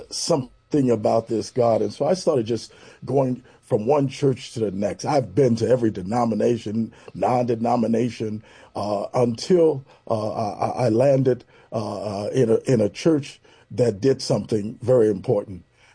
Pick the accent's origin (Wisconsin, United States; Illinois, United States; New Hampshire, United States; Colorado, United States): Illinois, United States; Chicago; as a young person growing up in Chicago, it was difficult.